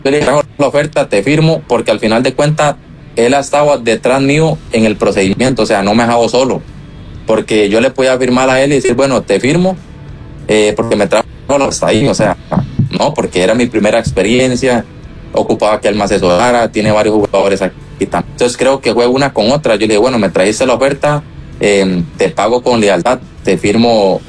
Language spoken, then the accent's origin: Spanish; Siquirres, Limón, Costa Rica; yo vengo de Siquirres, o sea, vengo de un pueblo humilde, tranquilo